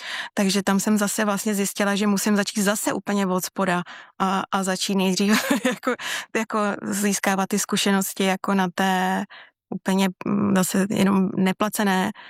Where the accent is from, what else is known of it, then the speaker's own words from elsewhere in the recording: Bohemia, Czechia; protože u nás v Čechách by to třeba šlo, nebo bylo normální, je, že se musíte taky držet oboru.